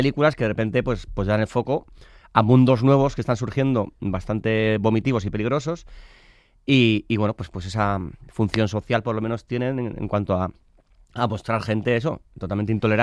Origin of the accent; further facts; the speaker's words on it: Basque Country, Spain; Soy vasco, sí, todo el mundo, todos los rodajes, ¡ay, qué frío! Pero si eres vasco, si eres del norte, que soy tan vasco como friolero, que conste en acta.